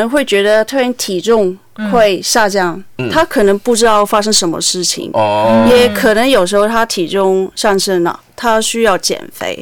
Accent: Hong Kong; 广东曲，因为我是香港人嘛

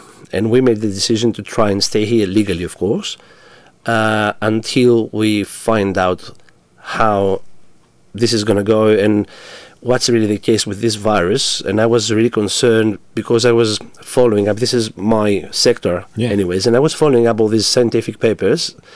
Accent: Ionian Islands, Greece; English is a second language; moved away as an adult; now in Australia

